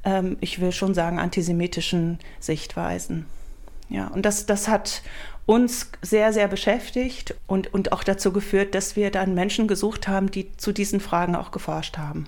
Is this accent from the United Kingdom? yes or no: yes; England, United Kingdom; also born or lived in Potsdam; now in Oldenburg, Germany; meine Zeit in Potsdam, als ich zum ersten Mal als Engländerin, zum ersten Mal mit Menschen in den Kontakt kam und in den Austausch kam, die in der DDR groß geworden sind.